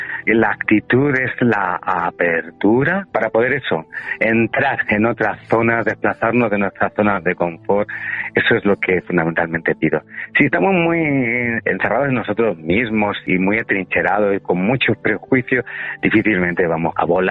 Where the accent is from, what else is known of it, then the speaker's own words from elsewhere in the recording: Granada, Andalusia, Spain; soy granadino